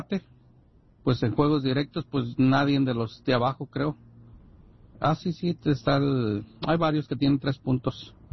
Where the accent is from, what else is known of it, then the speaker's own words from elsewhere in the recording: Mexico; Aunque como hispanos o mexicanos, pues, referencia a la MX, pues no somos muy unidos.